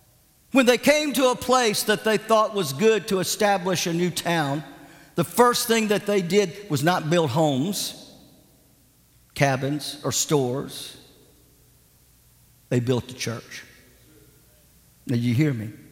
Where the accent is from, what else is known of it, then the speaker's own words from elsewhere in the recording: United States; I'm an American. I love my country